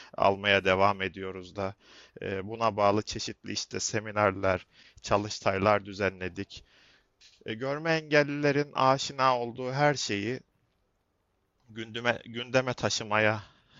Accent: Tokat, Turkey; Tokatlıyım. Sosyal bilgiler öğretmeniyim. 16 yıl bitirdim. Tokat'ta yaşıyorum doğuştan.

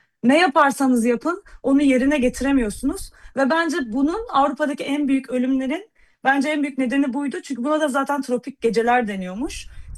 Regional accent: Adana, Turkey; Ve ben hani bir Adanalı olarak başta bunun tahmin edilebilir bir sıcaklık olduğunu düşünüyordum.

